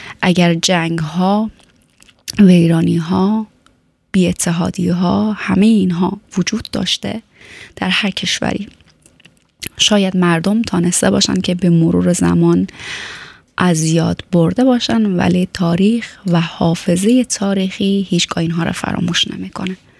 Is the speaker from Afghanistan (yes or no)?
yes; Afghanistan; moved away; و ما و شما هم از افغانستان آمدیم، بهتره که آبروداری کنیم